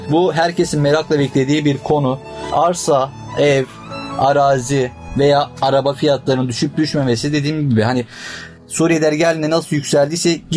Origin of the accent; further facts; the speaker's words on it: Kilis, Kilis Province, Turkey; Aslen kilisiyim, kilise yaşıyorum.